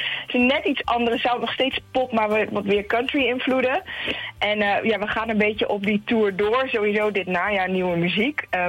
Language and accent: Dutch; Raalte, Overijssel, Netherlands; moved away as an adult; also born or lived in Nijmegen / Enschede; now in Olst, Netherlands; geboren en opgegroeid in Raalte. Ik woon nu in Olst sinds een paar jaar... Ook uitstapjes naar Nijmegen en Enschede gedaan. Maar sinds een paar jaar pas in Os. Dus echt wel geboren en getogen in Raalte.